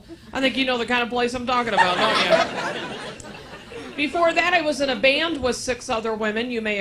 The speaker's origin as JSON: {"language": "English", "town": "St. Louis", "region": "Missouri", "country": "United States", "said": "I'm from St. Louis, Missouri, where I work part-time as a Hooters girl."}